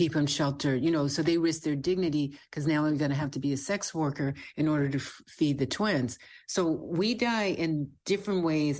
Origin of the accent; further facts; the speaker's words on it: Texas, United States; And I'm from Texas, so I've seen all kinds, like the gunshot in the back of the pickup truck on the rack and stuff like that.